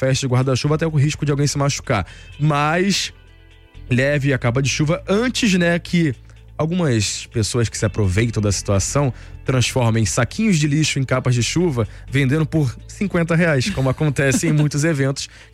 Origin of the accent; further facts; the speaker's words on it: Nilópolis, Rio de Janeiro, Brazil; porque vou sim puxar sardinha para a minha terra, para a princesinha da Baixada e Nilópolis